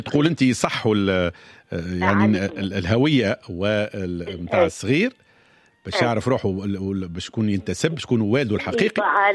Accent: Tunisia; والله الا ربما احنا عندنا في تونس بعض الشهائد المدلسه

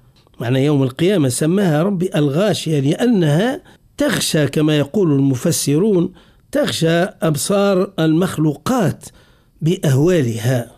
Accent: Tunisia; عندنا في تونس في بعض مناطقنا ينطقوا بالغين مرققة

